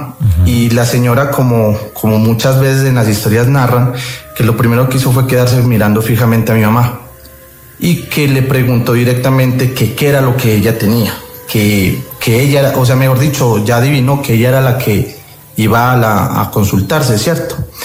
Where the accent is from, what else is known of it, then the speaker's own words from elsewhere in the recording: Ipiales, Nariño, Colombia; yo soy de una ciudad del departamento de Nariño que se llama Ipiales, la frontera con el Ecuador. Actualmente vivo en Antioquia